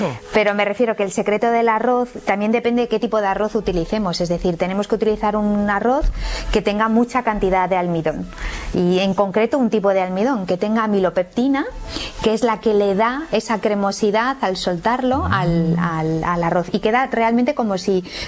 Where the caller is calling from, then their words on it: A Coruña, Galicia, Spain; En Coruña, estoy en Coruña.